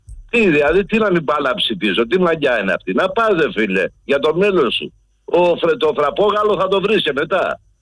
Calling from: Western Greece, Greece; Δεν είμαι μέσα από τα Καλάβρητα, είμαι πιο έξω, κάποια 30 χιλιόμετρα. Προς το Λάδωνα

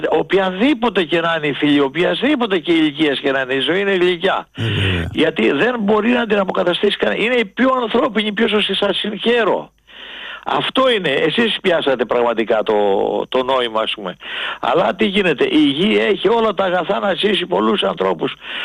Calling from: Peristeri, Attica, Greece; από Περιστέρι.

